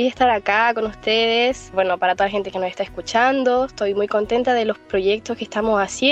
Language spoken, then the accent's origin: Spanish; El Quisco, Valparaíso, Chile; yo soy de aquí, del Quisco, y de Isla Negra específicamente